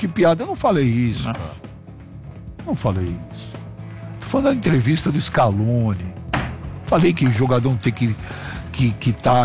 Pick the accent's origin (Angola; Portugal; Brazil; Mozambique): Brazil; born there; Eu sou brasileiro, sempre sendo brasileiro, nasci no Brasil.